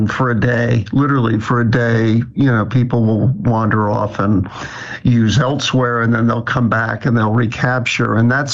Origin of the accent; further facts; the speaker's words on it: New York City, New York, United States; born or raised there